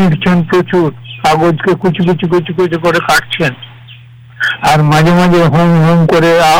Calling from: West Bengal, India; আমি বীরভূম থেকে বলছি।

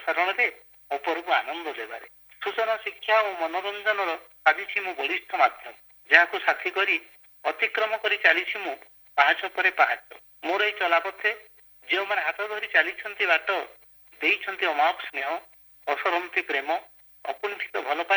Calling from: Basudevpur, Odisha, India; ମୁଁ ବାସୁଦେବପୁର ଭଦ୍ରକରୁ

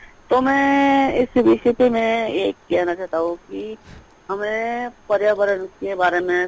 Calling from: Himachal Pradesh, India

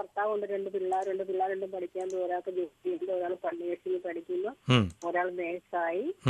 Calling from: Thiruvananthapuram, Kerala, India; ഞാൻ തിരുവനന്തപുരം

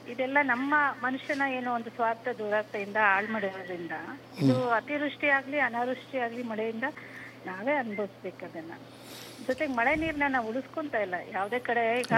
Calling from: Hassan, Karnataka, India; Sir, ಹಾಸನದಿಂದ.

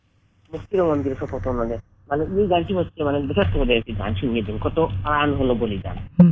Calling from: India; আজকে আমরা গর্বিত ভারতবর্ষে আমাদের জন্ম হয়

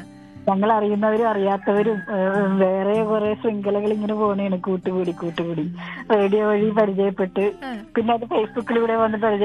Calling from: Cheranallur, Kerala, India; എന്റെ വീട് ചേരനല്ലൂരിലെ എടയക്കുന്നം എന്ന് പറഞ്ഞ സ്ഥലത്താണ്.

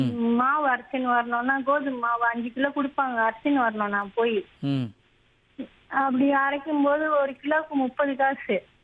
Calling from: Pallavaram, Tamil Nadu, India; பல்லாவரத்துல இருந்து பேசுறேன்

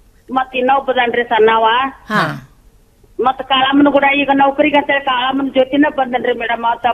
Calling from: Bagalkot, Karnataka, India; ಬಾಗಲಕೋಟಿಂದ ರೀ.

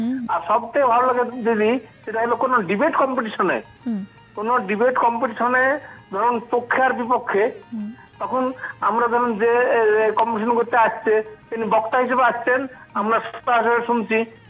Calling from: Baharampur, West Bengal, India; আমি পশ্চিমবঙ্গের মুর্শিদাবাদ জেলার বহরমপুর থেকে

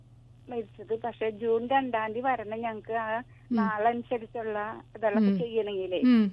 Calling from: Kodungallur, Kerala, India; ഞാൻ പുല്ലൂത്ത് നിന്ന് വിളിക്കുന്നത്, കൊടുങ്ങല്ലൂര് പുല്ലൂത്ത്.

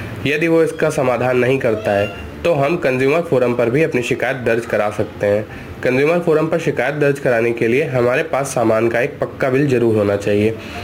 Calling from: Kanpur, Uttar Pradesh, India; मैं कानपुर के नवस्था क्षेत्र का निवासी हूँ।

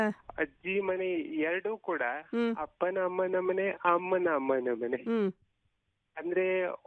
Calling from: Kundapura, Karnataka, India; ಕುಂದಾಪುರದಿಂದ

